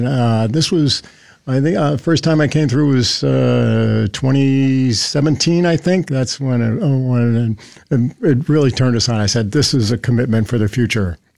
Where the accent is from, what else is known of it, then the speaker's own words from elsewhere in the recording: Weehawken, New Jersey, United States; born there; I'm a city kid. I was born in Weehawken, New Jersey, if you know where that is.